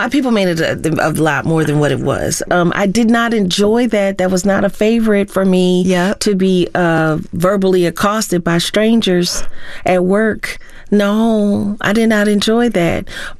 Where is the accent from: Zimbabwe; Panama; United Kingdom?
Zimbabwe; accent: Zimbabwean; Got there and realized my accent was actually Zim.